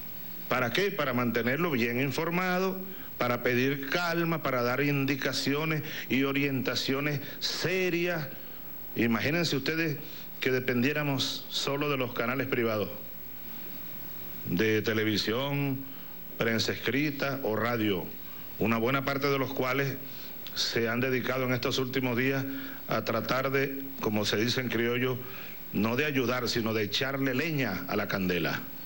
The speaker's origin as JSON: {"language": "Spanish", "country": "Venezuela"}